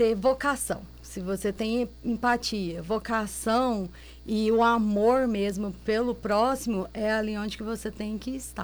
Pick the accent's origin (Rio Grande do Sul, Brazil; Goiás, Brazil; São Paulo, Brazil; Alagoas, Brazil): Goiás, Brazil; Itumbiara; Eu sou daqui de Itumbiara. Daqui de Itumbiara.